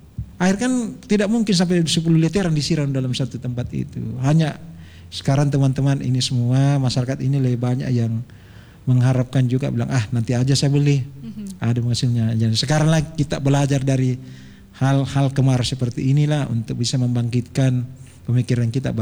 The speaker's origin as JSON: {"language": "Indonesian", "town": "Mamuju", "region": "West Sulawesi", "country": "Indonesia", "said": "kita ini orang Mamuju"}